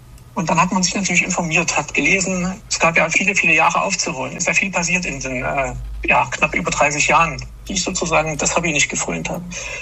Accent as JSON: {"language": "German", "town": "Chemnitz", "region": "Saxony", "country": "Germany", "tie": "born there", "said": "ich komme ja selber aus der DDR."}